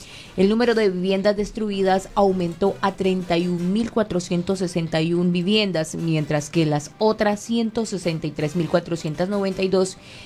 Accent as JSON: {"language": "Spanish", "country": "Colombia", "said": "es una noticia que es lamentable para nosotros como colombianos."}